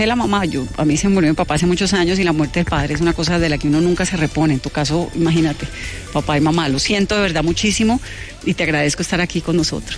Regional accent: Cali, Valle del Cauca, Colombia; A mí me queda como caleña también muchas lecciones

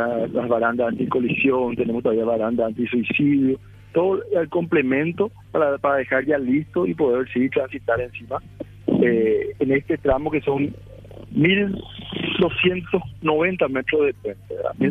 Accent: Paraguay; somos profesionales paraguayos

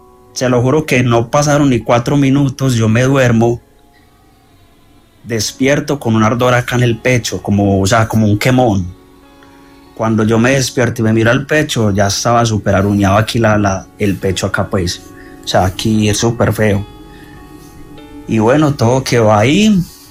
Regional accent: Antioquia, Colombia; moved away; todo empezó en el pueblo de donde yo soy, que es como hacia el nordeste

